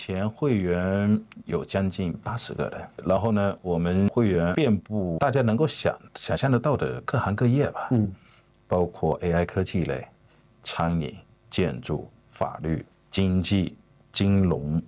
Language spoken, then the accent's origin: Chinese; Fujian, China; moved away as an adult; now in Australia; 因为我是福建人，福建是又是全中国最大的侨乡嘛